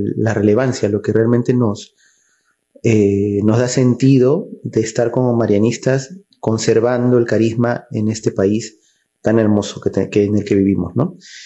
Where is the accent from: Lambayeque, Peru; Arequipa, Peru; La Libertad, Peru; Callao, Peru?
Callao, Peru; yo soy del Callao, natural del Callao